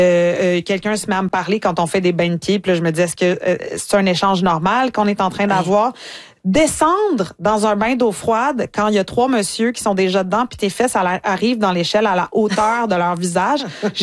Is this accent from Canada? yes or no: yes; Canada; accent: Canadian; il y a toujours quelqu'un pour imiter mon accent. « Ah, vous avez un petit accent, hein? Vous seriez pas canadienne. »